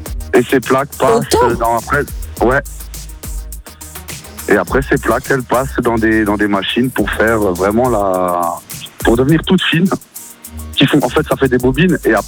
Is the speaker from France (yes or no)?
yes; Colmar, Grand Est, France; Je suis de Colmar en Alsace.